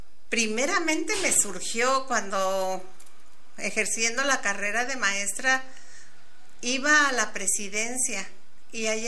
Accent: Querétaro, Mexico; born there; Nunca me he desprendido más que de ida y vuelta, ida y vuelta. Y ahí, estando en Querétaro, he visto crecer personas, familiares

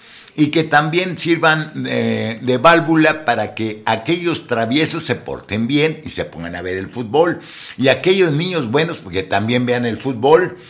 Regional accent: Mexico

